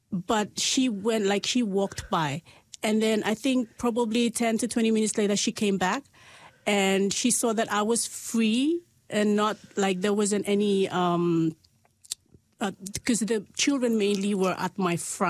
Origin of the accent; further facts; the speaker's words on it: Vanuatu; moved away as an adult; I am from Vanuatu.